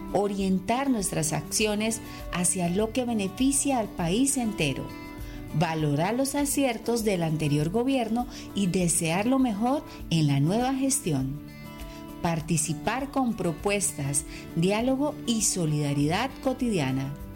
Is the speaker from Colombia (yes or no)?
yes; Colombia